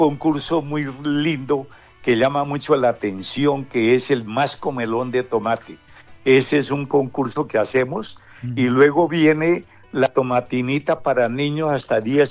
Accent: Sutamarchán, Boyacá, Colombia; born or raised there

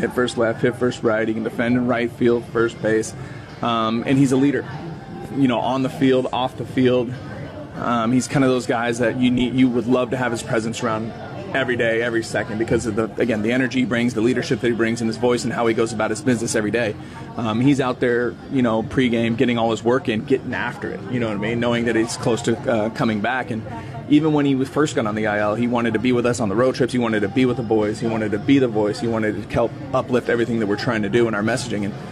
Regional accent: California, United States; also born or lived in New Jersey; I was born in New Jersey, but grew up in California.

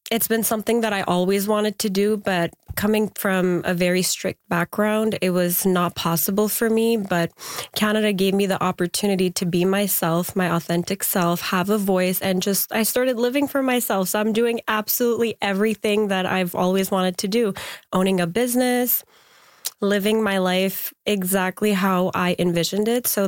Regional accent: Afghanistan; Well, I'm originally from Afghanistan.

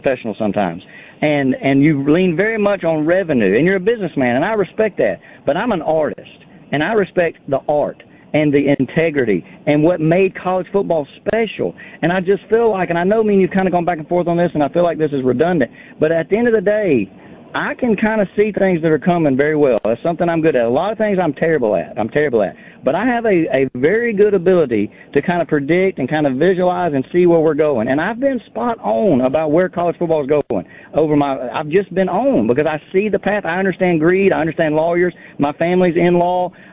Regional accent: Alabama, United States; Most people born and raised right here in Alabama, we care way more about college football than we do the NFL.

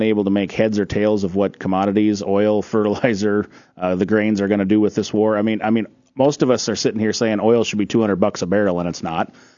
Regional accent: Daisy, North Dakota, United States; I'm from Daisy, North Dakota, over in Barnes County

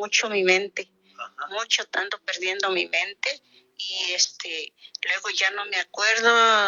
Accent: Tlaquepaque, Jalisco, Mexico; Sí, de Las Huertas.

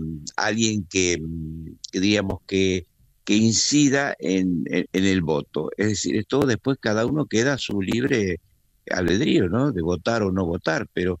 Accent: Spain; moved away; fíjese que los que somos españoles y vivimos aquí, que somos muchos, muchos

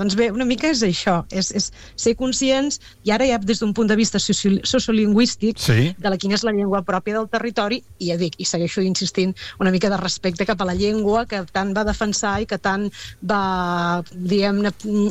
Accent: Riudoms, Catalonia, Spain; No entraré en la discussió, però jo sí que sóc de Riudoms, ho dic així clarament

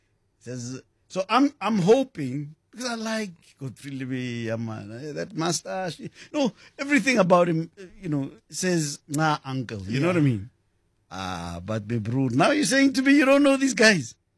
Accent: South Africa; And I suppose as a South African, I feel a little bit of embarrassment.

